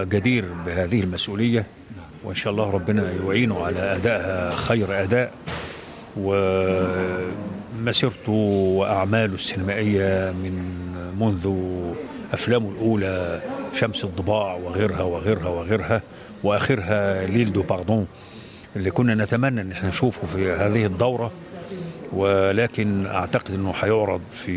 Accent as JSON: {"language": "Arabic", "region": "Cairo Governorate", "country": "Egypt", "said": "عندنا في القاهرة"}